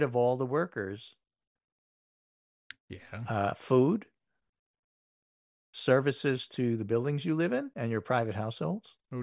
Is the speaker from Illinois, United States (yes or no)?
no; New York City, New York, United States; growing up in New York City.